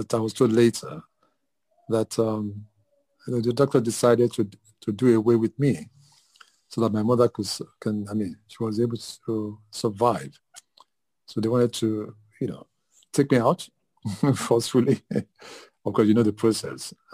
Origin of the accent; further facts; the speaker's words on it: Lagos, Nigeria; born there; also born or lived in Ibadan / Ile-Ife; I grew up with my grandparents. Initial years of growth were with my grandparents. My mother was in Ibadan, but anyway, I grew up in Lagos.